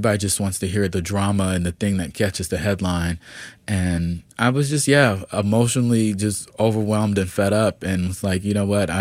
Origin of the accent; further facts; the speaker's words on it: Atlanta, Georgia, United States; I'm from Atlanta, Georgia.